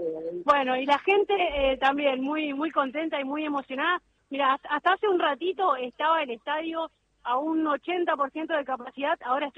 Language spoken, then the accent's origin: Spanish; Santa Fe, Argentina; como santafesinos también estamos muy contentos